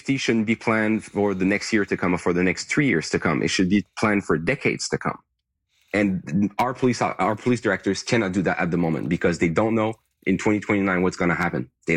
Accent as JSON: {"language": "English", "town": "Wendake", "region": "Quebec", "country": "Canada", "said": "I'm from Wendake. So Wendake is an Indigenous community within the city of Quebec."}